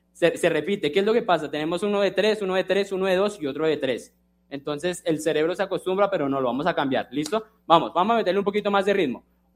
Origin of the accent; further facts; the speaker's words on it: Bogotá, Colombia; aquí yo soy Rolo, la verdad.